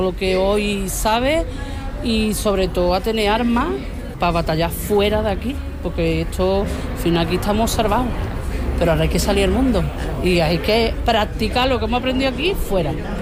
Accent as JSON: {"language": "Spanish", "town": "Cádiz", "region": "Andalusia", "country": "Spain", "lives_now": "Carmona, Spain", "said": "Entonces yo dije, pues me voy, porque yo soy de Cádiz, yo no soy de aquí. Entonces yo le dije a mi marido, mira, nos vamos para Carmona."}